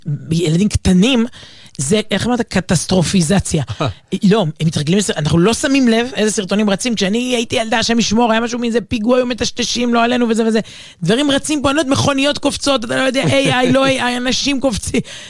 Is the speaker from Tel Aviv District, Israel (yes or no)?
yes; Herzliya, Tel Aviv District, Israel; אני ממש זוכר את הילדות שלי בהרצליה